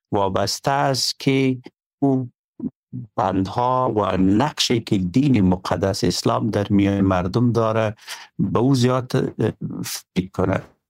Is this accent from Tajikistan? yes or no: no; Pashtun areas, Afghanistan; من خودم یک پشتون هستم